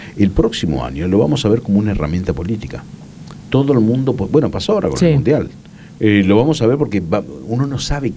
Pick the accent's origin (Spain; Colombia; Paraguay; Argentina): Argentina